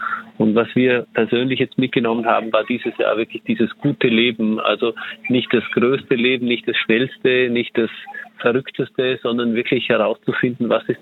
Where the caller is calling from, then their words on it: Dornbirn, Vorarlberg, Austria; Wir kommen aus Dornbirn und sind mit 6 Kindern dabei und eben mit meiner Frau Veronika.